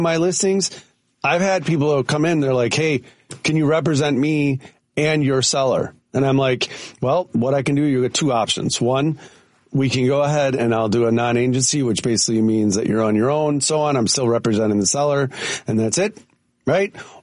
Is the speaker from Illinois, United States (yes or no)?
yes; Wilmette, Illinois, United States; I'm from Wilmette.